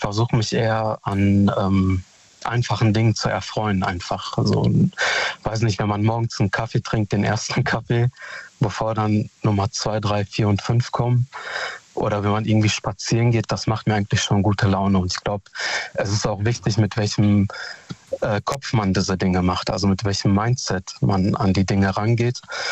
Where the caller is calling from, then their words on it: Hamm, North Rhine-Westphalia, Germany; Hallo Daniel … ich komme aus Hamm.